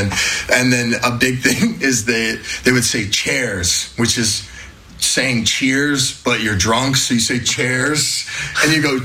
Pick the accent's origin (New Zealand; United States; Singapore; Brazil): Brazil; I'm from Brazil.